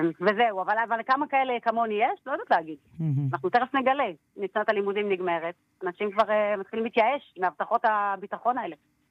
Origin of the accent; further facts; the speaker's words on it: Beit Hillel, Northern District, Israel; אני גדלתי פה, ההורים שלי פה.